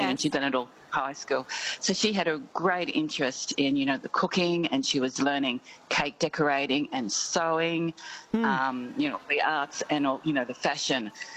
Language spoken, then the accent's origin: English; Corinda, Queensland, Australia; I grew up in Corinda in the 60s.